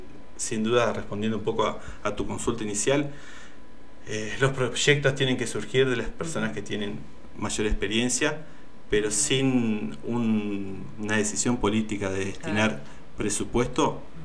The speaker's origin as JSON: {"language": "Spanish", "town": "Diamante", "region": "Entre Ríos", "country": "Argentina", "said": "somos vecinos de Diamante"}